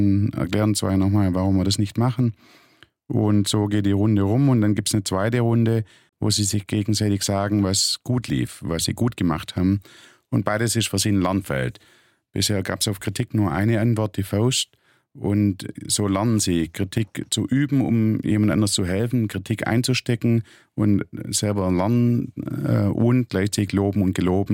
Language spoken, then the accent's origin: German; Germany; Da sind wir als Deutsche zwar Weltmeister drin